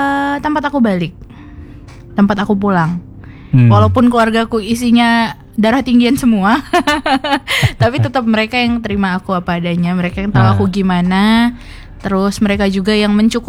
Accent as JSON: {"language": "Indonesian", "region": "Sumatra", "country": "Indonesia", "tie": "born there", "also_born_or_lived": "Pontianak", "moved": "yes", "lives_now": "Java, Indonesia", "said": "saya Batak gitu ya, udah biasa gitu nada tinggi. Terus udah dari dulu tinggal di Sumatera juga gitu, tinggal di Ponti juga gitu"}